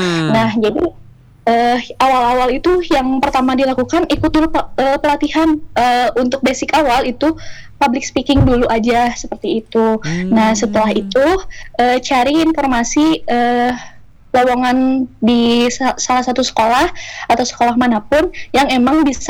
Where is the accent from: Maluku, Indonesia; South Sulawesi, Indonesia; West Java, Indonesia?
West Java, Indonesia; Majalaya; Majalaya.